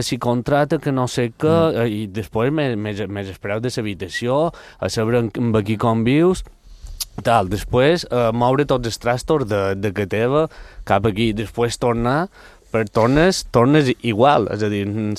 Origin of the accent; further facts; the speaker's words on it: Balearic Islands, Spain; moved away as an adult; now in Rome, Italy; Sí, jo xerri italià, no t'he dit perfecte, però molta gent, ostres, i de què part d'italiana? No, jo soc mallorquí